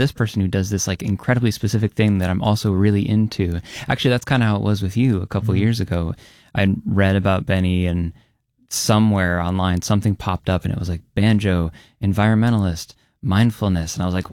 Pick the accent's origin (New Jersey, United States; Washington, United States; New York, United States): New York, United States; Webster; moved away as an adult; also born or lived in Boston / Nashville / Asheville; I grew up in Webster, and then I lived elsewhere for most of my adult life, New York, Boston, Nashville, Asheville, North Carolina, and ended up back here during COVID.